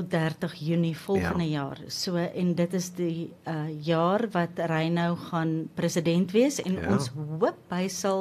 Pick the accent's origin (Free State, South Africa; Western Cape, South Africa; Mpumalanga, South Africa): Free State, South Africa; born there; now in Hartbeespoort, South Africa; ek is 'n gebore Vrystater.